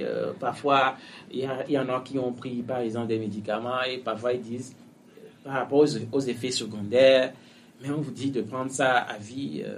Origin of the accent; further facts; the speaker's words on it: Togo; chez nous, au Togo